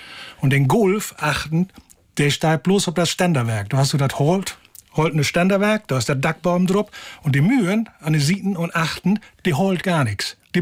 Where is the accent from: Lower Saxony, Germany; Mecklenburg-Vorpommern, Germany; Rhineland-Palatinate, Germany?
Lower Saxony, Germany; Als Kind bin ich fertig der Sache, in Ollenheim bin ich aufgewachsen.